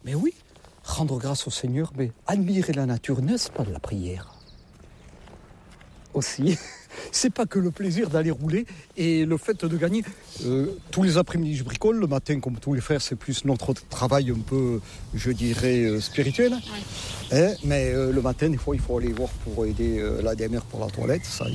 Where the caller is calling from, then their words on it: Saint-Vincent-de-Paul, Nouvelle-Aquitaine, France; Mon accent, je ne suis pas du nord de la Loire, non. Je suis des Landes, du pays de Saint-Vincent-de-Paul. Je suis rentré en fin 89.